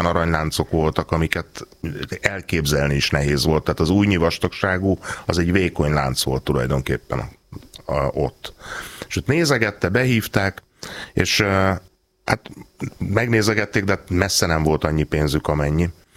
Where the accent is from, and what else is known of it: Hungary